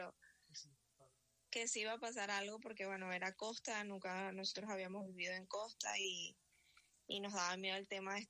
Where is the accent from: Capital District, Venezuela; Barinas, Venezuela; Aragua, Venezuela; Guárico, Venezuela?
Capital District, Venezuela; Caracas; Yo soy de Caracas, nací en la clínica Loira.